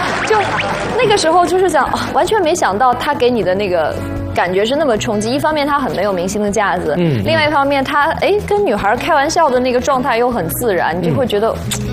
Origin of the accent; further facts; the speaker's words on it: Anhui, China; 我是安徽人嘛，安徽有一句话就是你酒品就是人品